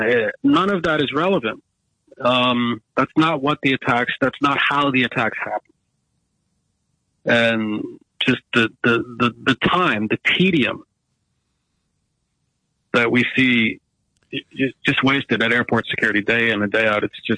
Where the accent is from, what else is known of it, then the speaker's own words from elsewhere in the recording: Boston, Massachusetts, United States; here at my hometown airport, Boston Logan, where two of the four hijacked planes departed from